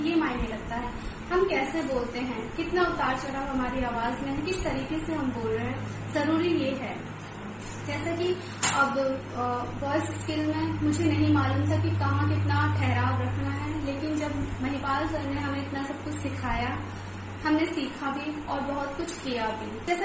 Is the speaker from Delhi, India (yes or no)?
yes; Delhi, India; और मैं दिल्ली से हूँ।